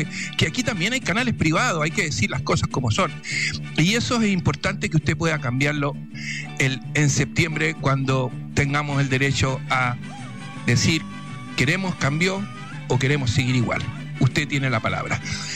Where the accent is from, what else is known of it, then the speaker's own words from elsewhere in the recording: Chile; los que somos de Chile